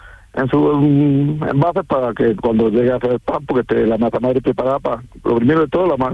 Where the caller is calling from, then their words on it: Montejícar, Andalusia, Spain; Aquí en la panadería. Estoy en Montejica, Granada.